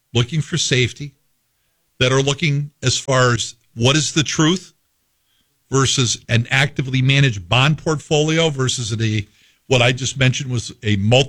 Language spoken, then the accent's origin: English; Schaghticoke, New York, United States; I'm a kid from Scaticook, New York.